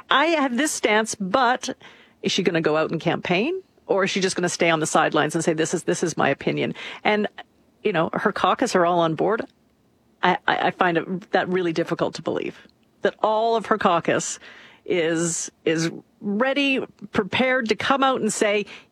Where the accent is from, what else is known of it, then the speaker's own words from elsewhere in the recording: Alberta, Canada; go around the world, you say, yeah, I'm from Canada. Nobody knows where Alberta is for the most part in many parts of the world. So you say, yes, I'm from Canada.